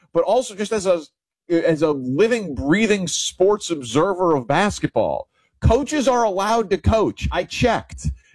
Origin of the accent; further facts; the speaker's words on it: Chicago, Illinois, United States; listen, I'm from Chicago. I'm not like a diehard Cleveland fan.